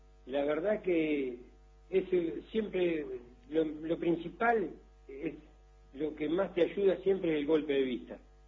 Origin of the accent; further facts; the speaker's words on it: Benito Juárez, Buenos Aires Province, Argentina; also born or lived in Necochea; Mirá, yo nací en Necochea, ah, una familia trabajadora, y a los 8 años a mi padre lo trasladan a Juárez